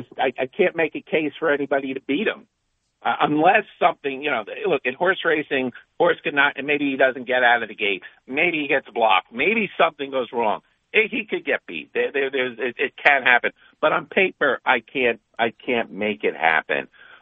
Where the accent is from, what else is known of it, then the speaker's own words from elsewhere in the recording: New York, United States; I'm a Queens Village born and bred.